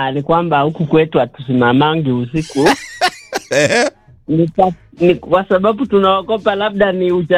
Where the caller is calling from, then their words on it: Nakuru County, Kenya; kutoka Nakuru County.